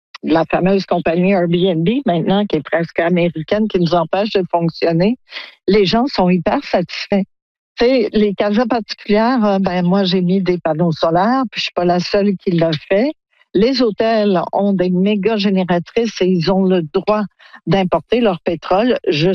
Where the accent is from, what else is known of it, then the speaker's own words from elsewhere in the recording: Quebec, Canada; moved away; il y a beaucoup de gens qui me connaissent vu que je suis québécoise et que je suis ici depuis 15 ans